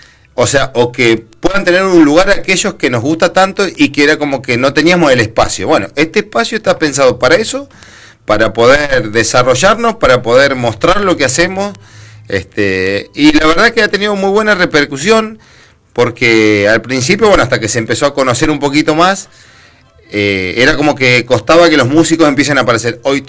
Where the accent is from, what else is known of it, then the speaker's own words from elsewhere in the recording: Santiago del Estero, Argentina; moved away; que somos todos de Santiago del Estero, por lo menos mi familia toda de Santiago del Estero.